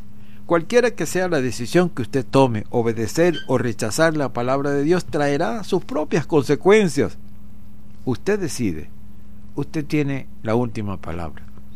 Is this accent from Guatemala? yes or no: no; Venezuela; ¿Cómo podemos nosotros como venezolanos tomar una posición